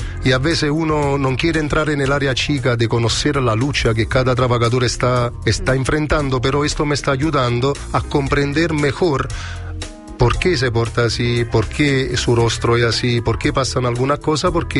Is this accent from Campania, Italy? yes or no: yes; Naples, Campania, Italy; Spanish is a second language; now in Chile; vengo de Nápoles y ahí somos un poco trogloditas respecto a la tecnología. Aprendí en Chile la importancia de la red social. Aquí entendí cuánto importante es, cuánto yo me tengo que poner a ritmo con la época. Tengo 48 años